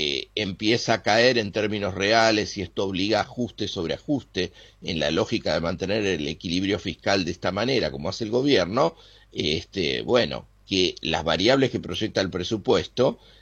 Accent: Argentina

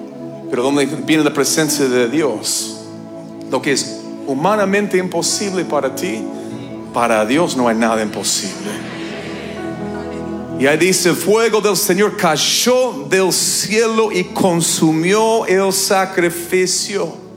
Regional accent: Canada; moved away; saben que soy canadiense, y donde hace a veces menos 40 grados en el invierno

